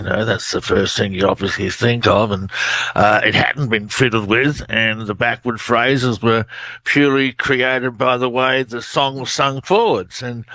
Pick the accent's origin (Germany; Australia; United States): Australia; which I thought is quite ironic because I'm from the Outback.